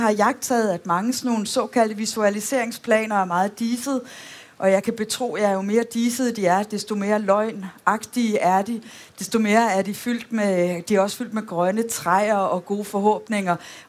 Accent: Aarhus, Central Denmark Region, Denmark; jeg er jo aarhusianer, når jeg kommer tilbage til min gamle hjemmeby og ser, hvad der er, der er skudt op

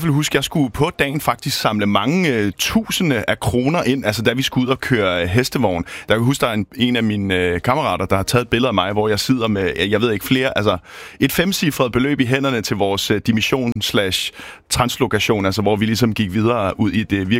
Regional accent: Zealand, Denmark; now in Bornholm, Denmark; jeg er jo oprindeligt fra Sjælland

